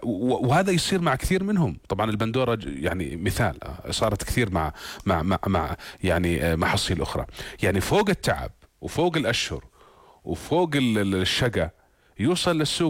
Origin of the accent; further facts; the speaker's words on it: Jordan; نفتخر فيه ونعتز به كلنا كأردنيين